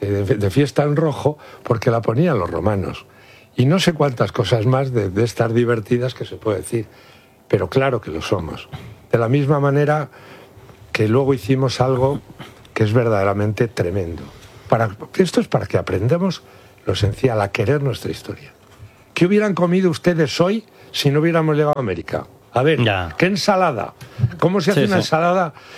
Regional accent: Guadalajara, Castilla-La Mancha, Spain; born there; el fundador de Guadalajara, encima de mi pueblo.

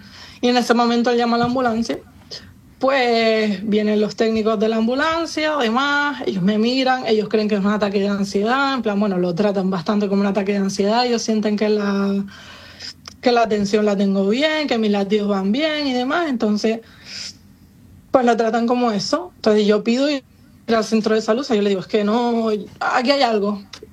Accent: Lanzarote, Canary Islands, Spain; Lanzarote, pero y demás.

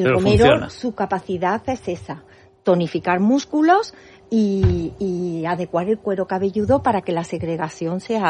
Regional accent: Córdoba, Andalusia, Spain; de una almazara de Córdoba, de mi tierra

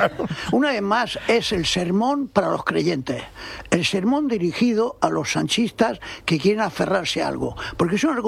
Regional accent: Spain; Sí, ya lo sé, pero quiero decir que yo soy un español normal, y que está preocupado con todos estos temas

